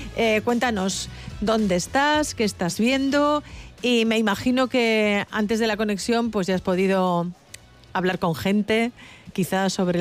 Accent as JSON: {"language": "Spanish", "town": "Bilbao", "region": "Basque Country", "country": "Spain", "said": "yo soy bilbaína"}